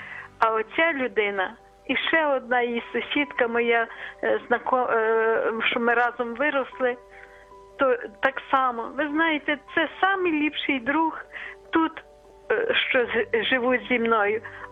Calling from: Lviv, Lviv Oblast, Ukraine; Я зі Львова

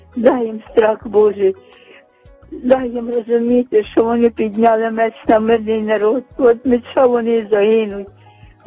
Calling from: Kyiv, Ukraine; я з Оболоні, з Києва.

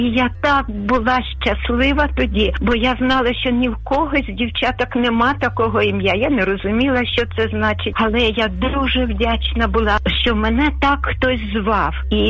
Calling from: Kharkiv, Kharkiv Oblast, Ukraine; я з Харкова

